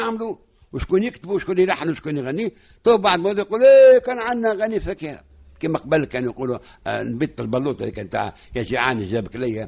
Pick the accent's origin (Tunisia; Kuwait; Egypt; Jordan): Tunisia; عندنا في تونس